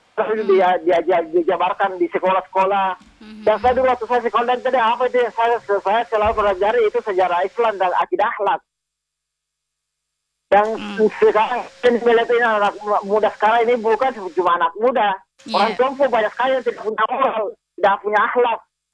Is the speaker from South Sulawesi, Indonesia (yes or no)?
yes; South Sulawesi, Indonesia; Itulah tradisi kita itu sebagai orang Bugis ya